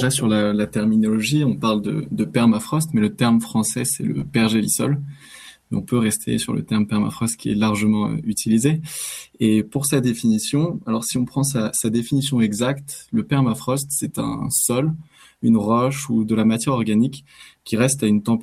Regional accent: Auvergne-Rhône-Alpes, France; born there; si je parle de ma pratique personnelle de la montagne, je suis né en Savoie

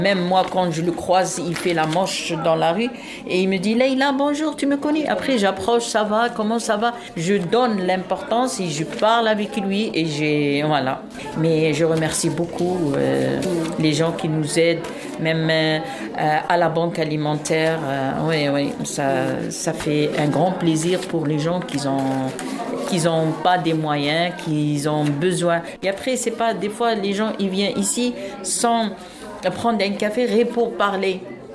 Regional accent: Algeria; Oui, oui, oui. Moi, je suis algérienne.

